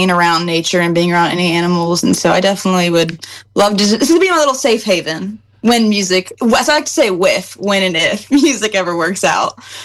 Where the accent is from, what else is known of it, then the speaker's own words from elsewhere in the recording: Edna, Texas, United States; Yeah, I'm from Little Edna, Texas. We have a whole bunch of Dollar Generals. Our town practically runs on Sonic. Our Walmart closed down. So it is just a super small town, about 2 hours south of Houston.